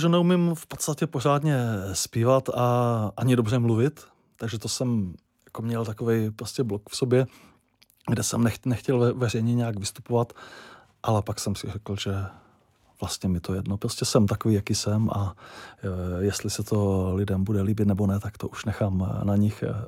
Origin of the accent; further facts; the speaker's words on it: Bruntál, Moravian-Silesian Region, Czechia; Odkud pocházím, a vlastně některé ty texty vznikaly právě kousek za městem, za Bruntálem, takže ten odkaz je na Bruntál